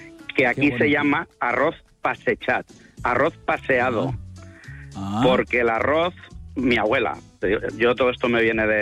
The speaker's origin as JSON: {"language": "Spanish", "town": "Valencia", "region": "Valencian Community", "country": "Spain", "said": "A ver, Jorge, soy de Valencia."}